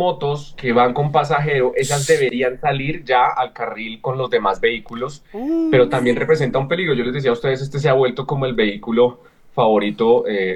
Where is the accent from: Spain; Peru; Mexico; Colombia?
Colombia; demuestra que como colombianos aprendimos la lección.